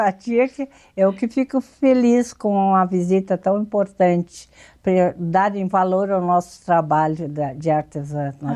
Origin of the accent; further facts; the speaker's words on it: Pinheiro Machado, Rio Grande do Sul, Brazil; born there; Eu nasci na campanha. É? Eu nasci em Pinheiro Machado, no município de Pinheiro Machado.